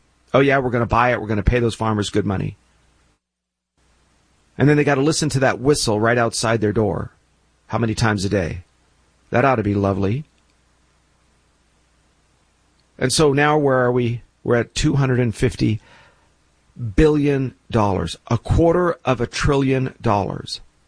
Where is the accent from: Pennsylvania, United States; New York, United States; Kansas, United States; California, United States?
California, United States; Los Angeles; born there; I don't live in the city of Los Angeles. I love it. I was born in Hollywood. You can't beat that. Can't be more LA.